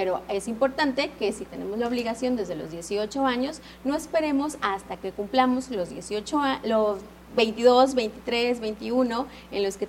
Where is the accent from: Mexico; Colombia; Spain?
Mexico; nuestras obligaciones como mexicanos, en todas partes.